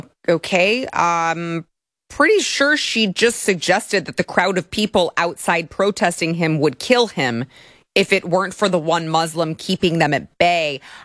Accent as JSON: {"language": "English", "country": "United States", "said": "because I'm an American"}